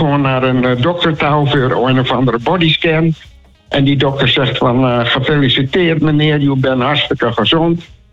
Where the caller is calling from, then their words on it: Groningen, Netherlands; ik ben een Groninger.